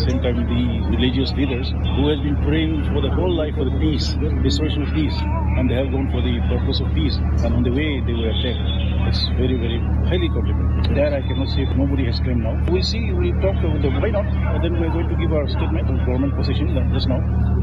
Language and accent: English; Delhi, India; English is a second language; We are from Delhi. From Delhi, the highest.